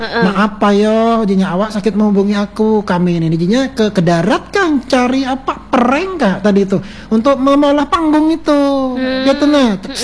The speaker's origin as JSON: {"language": "Indonesian", "region": "East Kalimantan", "country": "Indonesia", "tie": "born or raised there", "said": "saya asli putra Kedawit dari Kutai Timur"}